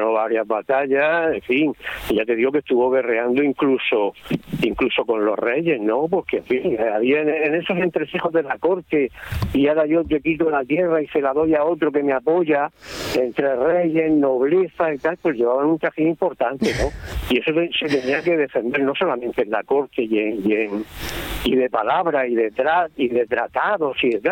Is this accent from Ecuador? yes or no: no; Murcia, Region of Murcia, Spain; que yo de dónde era, y yo, pues yo soy de Murcia, y nadie sabía qué era y qué dónde estaba y qué es lo que tenía Murcia.